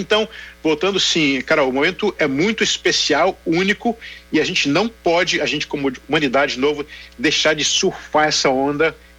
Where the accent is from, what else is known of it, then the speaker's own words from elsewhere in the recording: Brasília, Federal District, Brazil; now in United States; Sabe que eu sou de Brasília, eu sou matemático pela Universidade de Brasília, uma ótima universidade